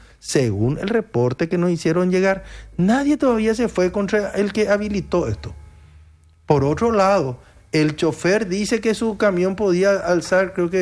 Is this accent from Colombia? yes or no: no; Paraguay